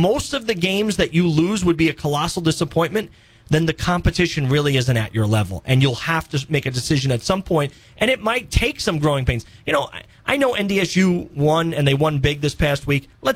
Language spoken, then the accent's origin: English; New York City, New York, United States; moved away; growing up in New York City